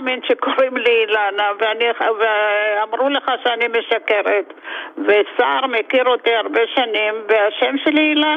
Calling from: Central District, Israel

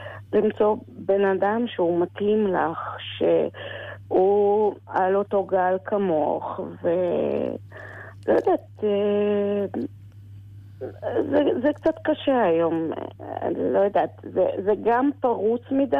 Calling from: Netanya, Central District, Israel; אני אלמנה מנתניה, בת 61.

